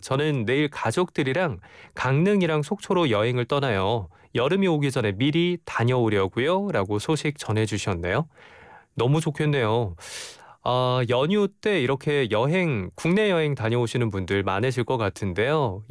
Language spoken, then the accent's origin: Korean; Chungcheong, South Korea; 저는 어렸을 때부터 제가 충청도 사람이라 늘 대천해수욕장 아니면 안면도 이런 서해바다와 함께 자라왔는데